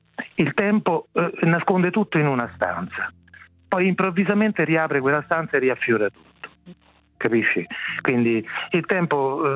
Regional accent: Rome, Lazio, Italy; Io sono di Roma, sì.

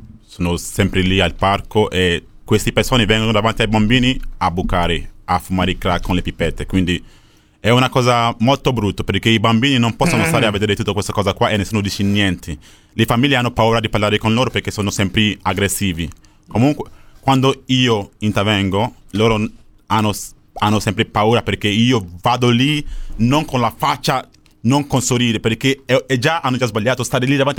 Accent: Nigeria; Italian is a second language; now in Italy; nel mio paese Nigeria

